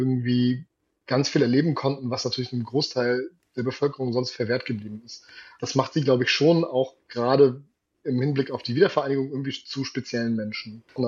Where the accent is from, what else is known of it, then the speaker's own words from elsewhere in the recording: Rostock, Mecklenburg-Vorpommern, Germany; Also ich bin in Rostock geboren, 1989. Meine gesamte Familie kommt aus dem Schiffbau. Und als ich so am Anfang meines Studiums war, wollte ich mich irgendwie mal mit meiner Heimatstadt auseinandersetzen.